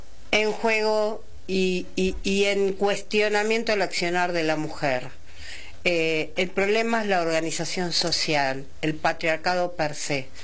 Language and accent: Spanish; Quilmes, Buenos Aires Province, Argentina; born there; Yo nací en Quilmes, mi viejo también, y mi viejo era del Mate.